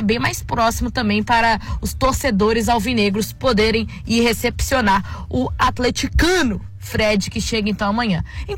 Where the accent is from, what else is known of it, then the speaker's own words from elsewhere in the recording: Belo Horizonte, Minas Gerais, Brazil; incluindo eu, que eu também sou da Zona Norte de Belo Horizonte.